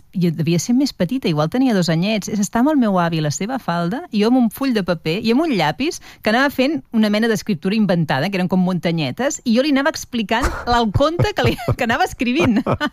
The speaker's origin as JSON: {"language": "Catalan", "town": "Vilafranca del Penedès", "region": "Catalonia", "country": "Spain", "tie": "born or raised there", "also_born_or_lived": "Barcelona", "said": "jo em sento més vilafranquina que res, no? Jo veig les vinyes i ja em sento a casa. Sí. I allà vaig passar la infància fins als 18 anys, que vaig tornar a Barcelona per estudiar."}